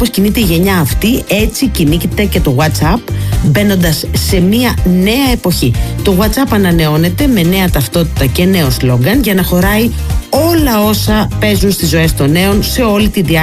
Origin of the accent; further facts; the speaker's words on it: Thebes, Central Greece, Greece; στη Θήβα, στη λαϊκή στη Θήβα, στην πόλη μου.